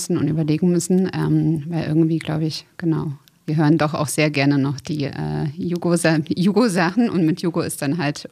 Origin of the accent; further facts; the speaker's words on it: Novi Sad, Vojvodina, Serbia; Ich war erst vor knapp 10 Tagen da, Novi Sad, meine Heimatstadt.